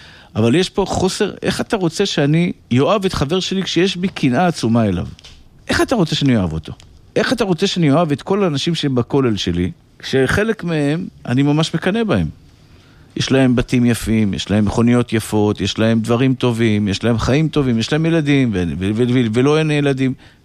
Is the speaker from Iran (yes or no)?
yes; Iran; שהיו, אני מספר את זה כי אני פרסי, כן?